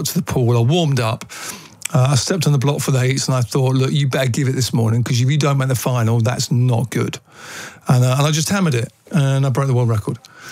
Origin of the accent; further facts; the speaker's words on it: Southend-on-Sea, East of England, United Kingdom; also born or lived in Billericay; I was born in 1970. I grew up in Southend-on-Sea in Essex. I was born in Billericay, famous for